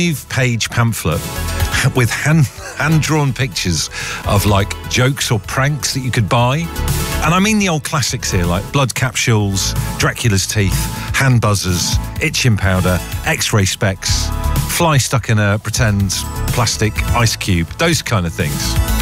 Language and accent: English; Trowbridge, South West England, United Kingdom; also born or lived in Devon; I mean, I grew up in Devon and like Trowbridge, and maybe it's a West Country thing.